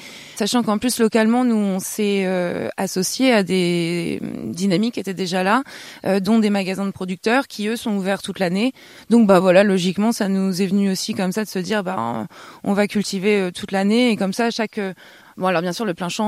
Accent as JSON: {"language": "French", "region": "Centre-Val de Loire", "country": "France"}